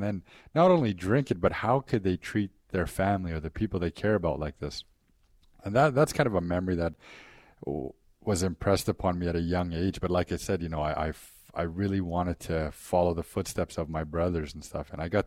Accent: Maskwacis, Alberta, Canada; also born or lived in Ermineskin Reserve; Samson is the largest of the four reserves, which is where I'm from. My dad is actually a Samson Nation member, and my mom was from the Airmanskin Reserve. So growing up, I kind of went back and forth between the two reserves.

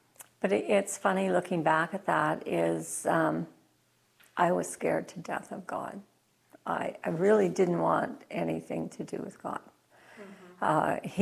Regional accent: Flin Flon, Manitoba, Canada; now in Prince Albert, Canada; I was born in Flin Flon, Manitoba.

